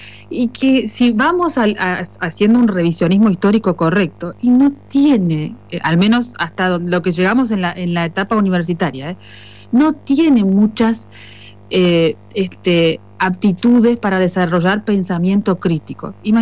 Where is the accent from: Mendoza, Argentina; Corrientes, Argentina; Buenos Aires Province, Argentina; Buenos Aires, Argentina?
Corrientes, Argentina; No, soy argentina, soy de Corrientes. Lo que pasa es que trabajé durante mucho tiempo en Uruguay